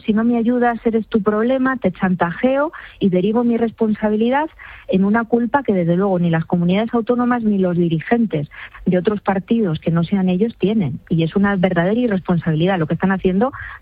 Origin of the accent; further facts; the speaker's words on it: Spain; Y a mí, de verdad, como española y como médico, lo que me está dando miedo es qué están ocultando